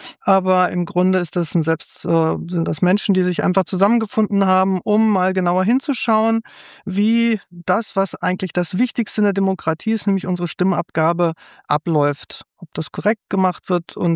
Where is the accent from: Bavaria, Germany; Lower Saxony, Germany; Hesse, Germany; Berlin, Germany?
Hesse, Germany; Frankfurt am Main; born there; moved away as an adult; also born or lived in Russia; bin ja ein Wessi, in Frankfurt am Main geboren